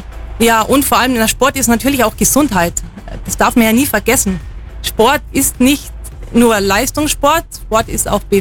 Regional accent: Bavaria, Germany; now in Kempten, Germany; ich komme ursprünglich aus dem Fichtelgebirge. Das ist nördlich von Bayreuth, also eigentlich in Nordbayern. Und ich bin eben damals in der Skischule groß geworden

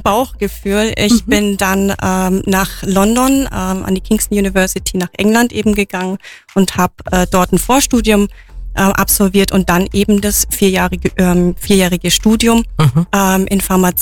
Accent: Sonthofen, Bavaria, Germany; wir sind dort groß geworden

